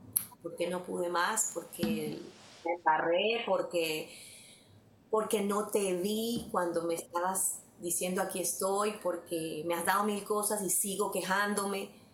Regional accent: Colombia; moved away; also born or lived in Panama; yo lloré porque dejé Colombia y llegué a Panamá para sufrir. Y cuando me fui de Panamá salí llorando también porque no me quería ir.

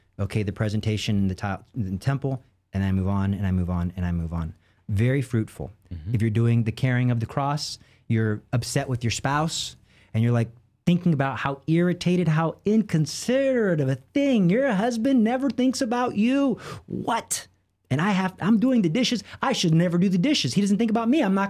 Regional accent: Texas, United States; I am from Texas.

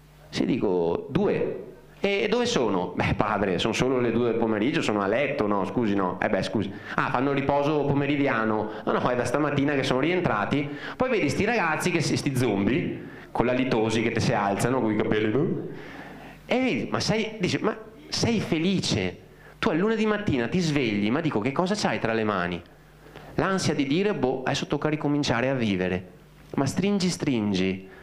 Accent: Veneto, Italy; sono veneto

